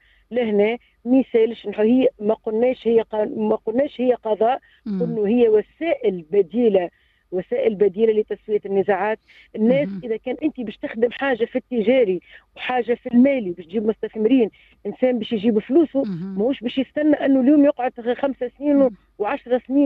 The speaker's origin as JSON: {"language": "Arabic", "country": "Tunisia", "said": "حتى مش انا اليوم تونسي نعرف،"}